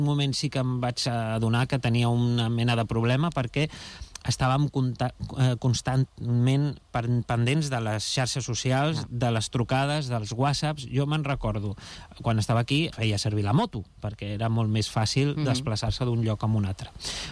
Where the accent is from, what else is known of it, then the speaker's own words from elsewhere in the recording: Badalona, Catalonia, Spain; moved away; Jo vivia a Llefià, la meva mare viu encara a Llefià, i quan vinc aquí a Badalona sóc de Llefià.